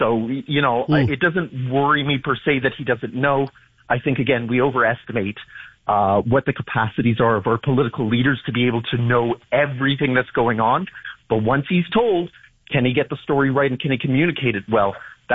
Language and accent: English; Windsor, Ontario, Canada; I grew up in Windsor. I know what the Ambassador Bridge is like.